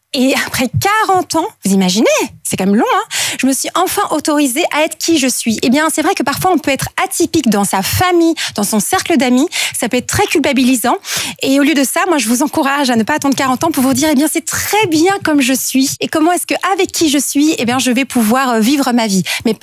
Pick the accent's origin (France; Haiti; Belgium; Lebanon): Belgium